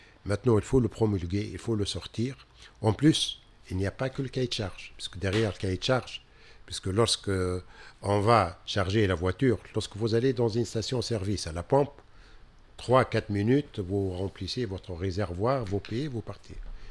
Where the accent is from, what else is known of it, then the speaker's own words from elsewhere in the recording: Tunis, Tunis Governorate, Tunisia; Tunis, moi je viens de Marzaïm Rahb. On était à la Médina, c'est un petit. La Tunisie était petite.